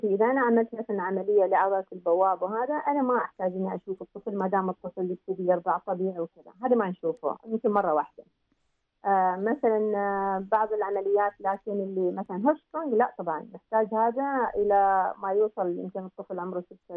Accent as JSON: {"language": "Arabic", "country": "Oman", "said": "احنا كمجتمع عماني ما زلنا يعني مجتمع ناضج صغير يعتبر"}